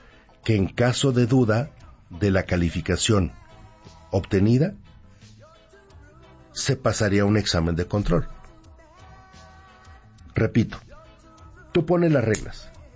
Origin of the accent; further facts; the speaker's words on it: Mexico; vamos a meternos todos en la misma olla como